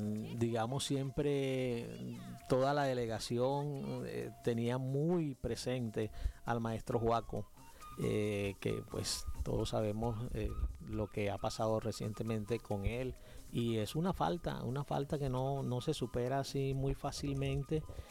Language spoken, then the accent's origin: Spanish; Córdoba, Colombia; lo que somos como cordobeses